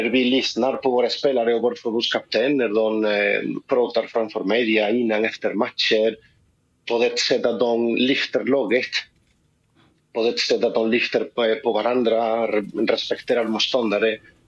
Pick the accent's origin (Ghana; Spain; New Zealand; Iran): Spain; now in Halmstad, Sweden; vi känner alla att vi är superstolta att våra spelare representerar den fotboll som Spanien har gjort de senaste 20 år